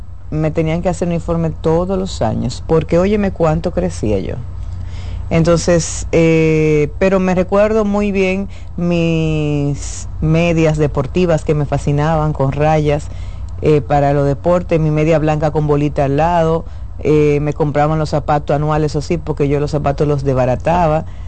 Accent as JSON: {"language": "Spanish", "town": "Salcedo", "region": "Hermanas Mirabal", "country": "Dominican Republic", "tie": "born there", "moved": "yes", "lives_now": "Santo Domingo, Dominican Republic", "said": "la casa de madera de Salcedo."}